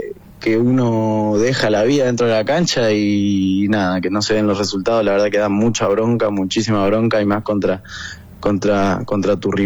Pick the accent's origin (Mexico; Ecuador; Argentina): Argentina; no obviamente crecí en Argentina, y todas mis costumbres son de acá